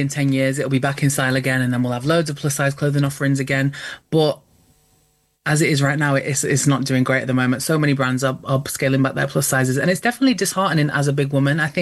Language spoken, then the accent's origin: English; United Kingdom; I think as British people in general